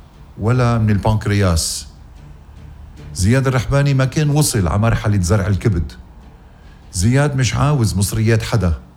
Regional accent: Ghazir, Keserwan-Jbeil, Lebanon; من ضيعتي غزير

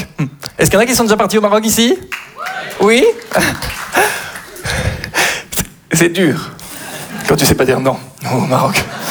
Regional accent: Belgium; je suis belge.

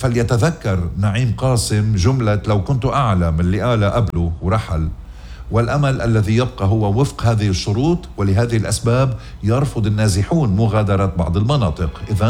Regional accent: Lebanon; يا آخ يا بلدي لبنان

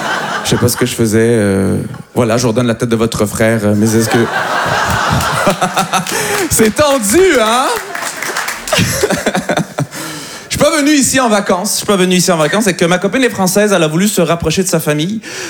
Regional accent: Montreal, Quebec, Canada; Voilà, je viens de Montréal. Voilà. Ça s'entend, hein?

